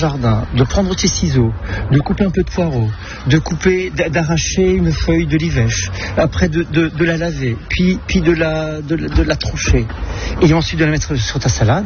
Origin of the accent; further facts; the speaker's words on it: Grand Est, France; Voilà, parce que je suis alsacien et mon retour en Alsace me pousse vers le magui.